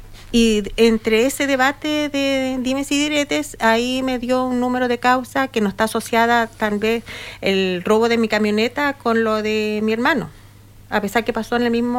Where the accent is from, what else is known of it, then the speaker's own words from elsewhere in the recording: Coquimbo, Chile; yo soy de Coquimbo.